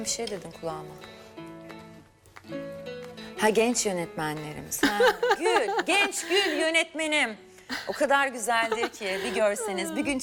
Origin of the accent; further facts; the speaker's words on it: Manisa, Turkey; Şey Manisa tarafında